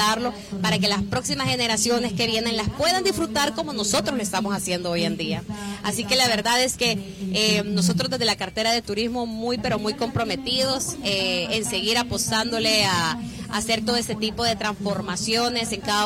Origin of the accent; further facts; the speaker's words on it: El Salvador; nosotros como salvadoreños